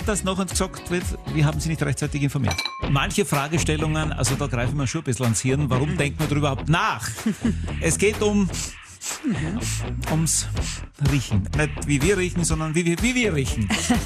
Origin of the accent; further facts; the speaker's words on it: Styria, Austria; Als Steirer sagt man Leckbuckel, das ist ein Sommer.